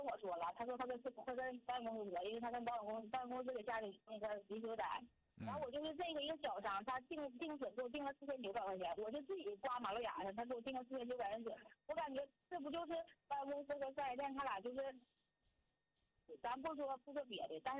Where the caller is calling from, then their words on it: Liaoyuan, Jilin, China; 吉林辽源。